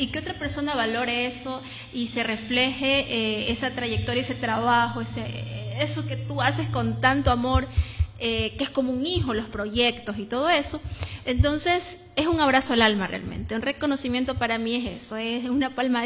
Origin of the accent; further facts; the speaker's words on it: Manta, Manabí, Ecuador; feliz de estar en mi amada Manta, mi tierra, que me vio nacer, que me vio crecer en mi carrera.